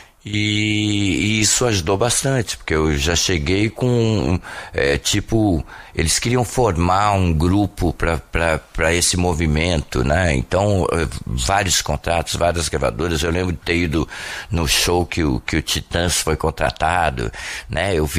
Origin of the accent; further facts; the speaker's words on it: Ribeirão Preto, São Paulo, Brazil; Sou, nasci em Ribeirão, comecei minha carreira lá